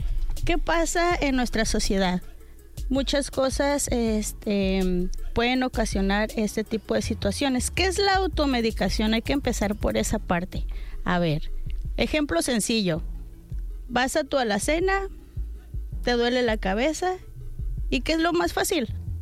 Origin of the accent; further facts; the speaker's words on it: Jalisco, Mexico; Vengo de Jalisco y hay que cumplir palabras.